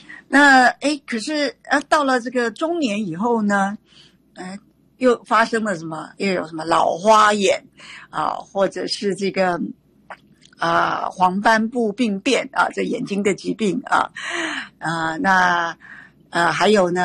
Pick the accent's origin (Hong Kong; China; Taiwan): Taiwan; 我们在台湾，我们台湾人很糟糕的从小很多人就四眼田鸡